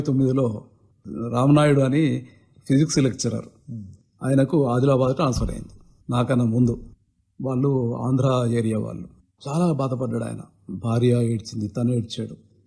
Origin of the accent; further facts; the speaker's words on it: Telangana, India; born there; moved away as an adult; అక్కడ మా ఊరేమో మహాముత్తాల, మధ్యలో కరీంనగర్.